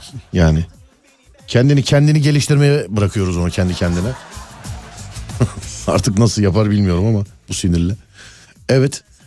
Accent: Istanbul, Turkey; 42 yıllık İstanbulluyum. Nişantaşı, Bomonti, Cihangir'e hiç gitmedim.

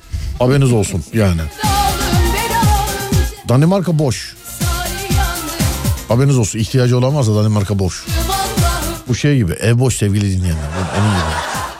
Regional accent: Istanbul, Turkey; Hani ben öz öz göbekler göbekler İstanbulluyum.

